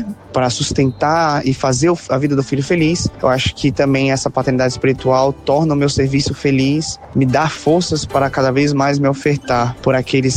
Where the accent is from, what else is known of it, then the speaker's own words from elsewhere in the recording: São Paulo, Brazil; now in Rio de Janeiro, Brazil; Tenho 28 anos, sou natural de São Paulo.